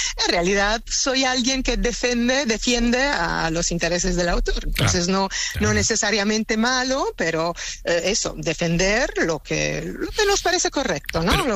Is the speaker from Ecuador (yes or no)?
no; Italy; Spanish is a second language; y yo soy italiana, pero como agente siempre he trabajado en España